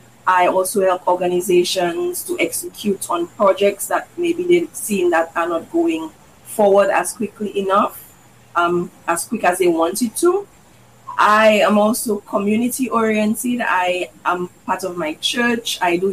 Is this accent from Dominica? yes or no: yes; Salisbury, Dominica; I'm the founder of Your Extra Hands. I'm Dominican, born and raised in Salisbury